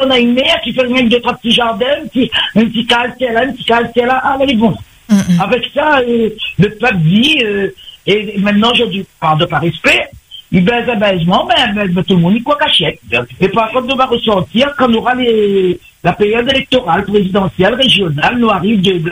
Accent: Saint-Denis, Réunion; j'ai grandi au Chaudron.

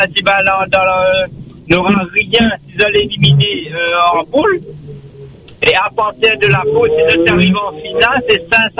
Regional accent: France; Je suis français, je suis pour la France

